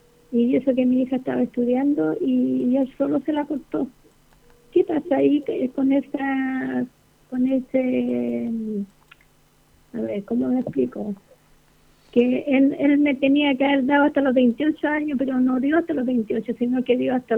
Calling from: Quillota, Valparaíso, Chile; De Quillota.

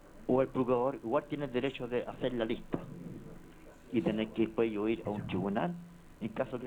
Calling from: Viña del Mar, Valparaíso, Chile; De Viña del Mar.

